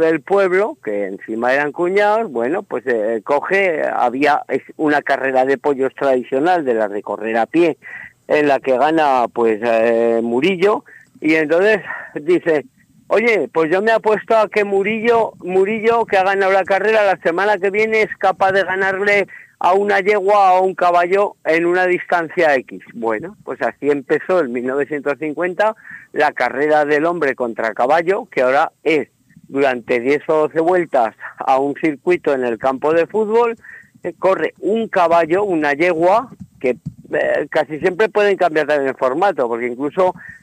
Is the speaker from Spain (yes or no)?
yes; Spain; born there; soy español, nacido en España